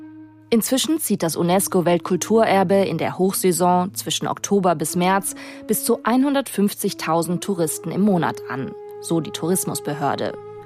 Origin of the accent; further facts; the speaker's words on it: Germany; Ja, aus Deutschland.